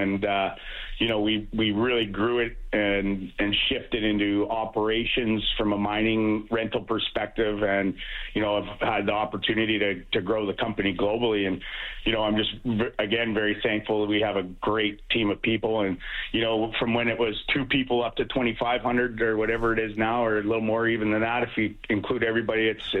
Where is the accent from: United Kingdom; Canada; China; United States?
Canada; as a Canadian owner, that this is kind of Canada's team going forward